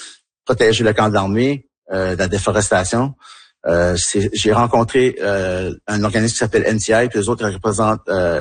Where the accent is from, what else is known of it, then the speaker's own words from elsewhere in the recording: Acadia, Canada; Non plus, quand on revendique en tant qu'Acadien sur la terre, non cédé.